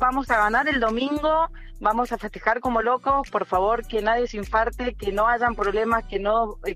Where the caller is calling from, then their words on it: Argentina; somos todos argentinos